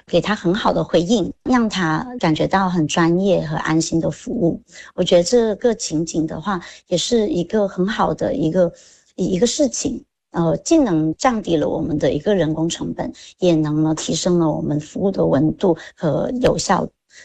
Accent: Hong Kong; now in Huizhou, China; 主要是香港跟惠州真的是太近了。高铁1个小时的生活圈，我觉得是非常适合我们港人双向通勤和发展的。

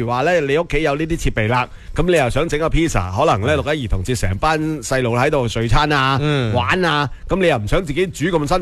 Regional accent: Guangdong, China

